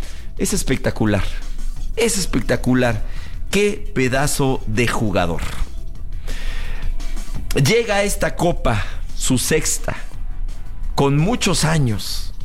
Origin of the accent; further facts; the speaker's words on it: Mexico; porque yo soy de México y yo amo a México y al equipo de México.